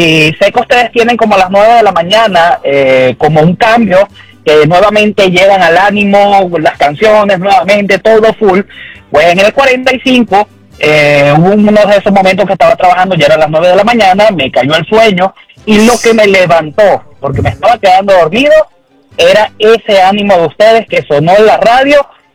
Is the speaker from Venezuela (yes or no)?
yes; Venezuela; moved away; soy venezolano.